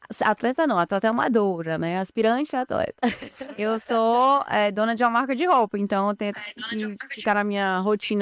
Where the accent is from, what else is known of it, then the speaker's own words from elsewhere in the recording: São Paulo, Brazil; also born or lived in Recife; nasci aqui em São Paulo. E aí, aqui em São Paulo, comecei na ginástica olímpica. Aí me mudei para Recife, porque meus pais se mudaram por conta de trabalho.